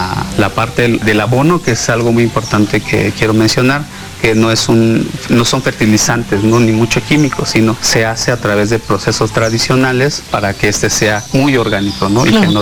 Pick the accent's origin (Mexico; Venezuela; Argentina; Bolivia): Mexico; Tanetze de Zaragoza, Oaxaca